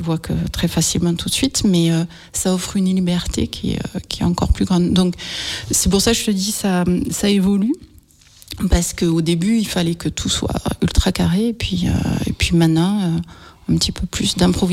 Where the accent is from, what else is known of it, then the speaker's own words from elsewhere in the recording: Southern France, France; accent: méridional (southern French); je suis méridionale, ça s'entend oui. À mon accent.